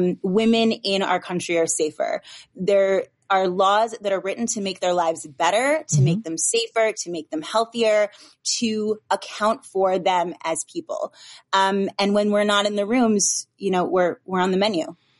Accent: Michigan, United States; Michigan.

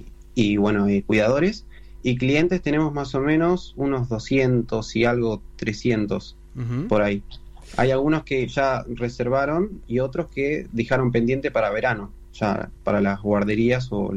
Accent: Tigre, Buenos Aires Province, Argentina; yo soy de Tigre

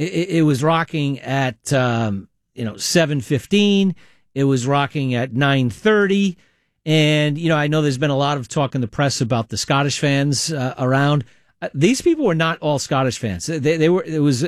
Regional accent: United States; like you, I'm an American

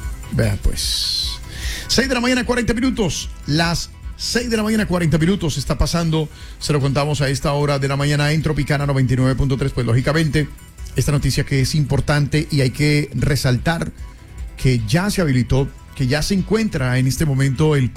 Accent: Colombia; nosotros como colombianos

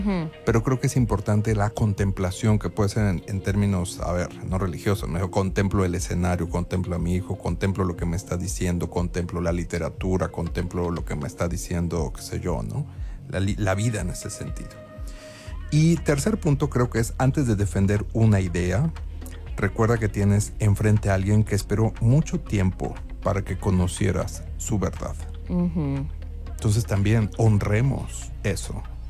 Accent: Mexico; creo, como sociedad mexicana, o al menos soy optimista en lo que voy encontrando en el consultorio

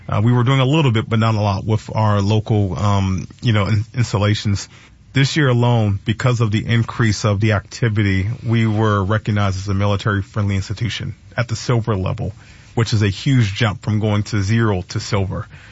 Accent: Charleston, South Carolina, United States; But I'm a Carolina Panthers guy. I grew up in Charleston.

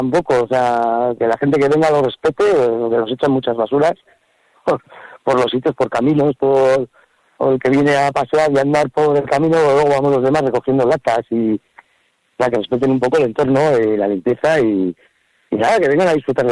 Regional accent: Biscay, Basque Country, Spain; now in Ollita, Spain; Yo soy de Vizcaya

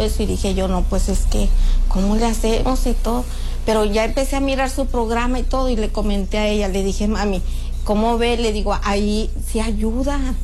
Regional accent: Torreón, Coahuila, Mexico; No, soy de Torreón, Coahuila.

